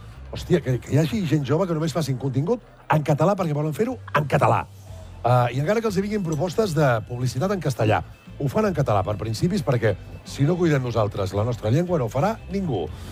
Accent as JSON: {"language": "Catalan", "region": "Catalonia", "country": "Spain", "said": "som d'Osona"}